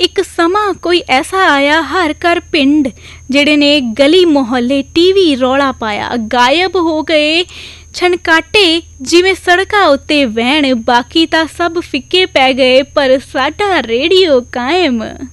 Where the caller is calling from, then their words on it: Jalandhar, Punjab, India; ਬਾਰਗੋ camp Jalandhar.